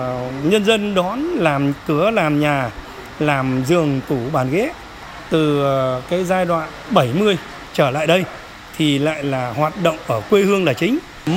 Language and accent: Vietnamese; Vĩnh Phúc, Vietnam; Quê hương tôi ấy, thì thật ra nói về ngày xưa thì nghĩa là tung hoành đi thiên hạ để mưu sinh cuộc sống